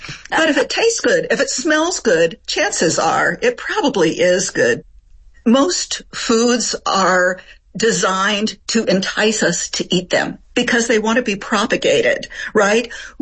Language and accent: English; Appalachia, United States; also born or lived in France; although I was born and raised here in Appalachia, I spent 20 years in France.